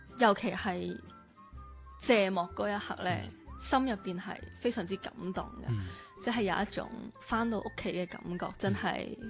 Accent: Macau; 我同麥思玉一样都是土生土长的澳门人、跟住出去打拼拼搏

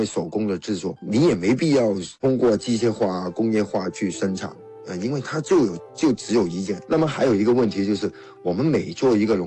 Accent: Guangzhou, Guangdong, China; 这是归咎于我们广州这个地理条件跟我们的风俗有关，因为我们广州这边的龙舟呢是在一些狭窄的河冲里面去划

